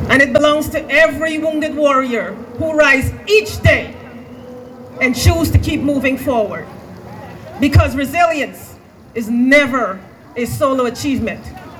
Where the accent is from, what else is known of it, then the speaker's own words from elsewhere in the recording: Guyana; born there; moved away; also born or lived in United States; I was born in Guyana, a nation whose story is rooted in resilience, perseverance, and possibility.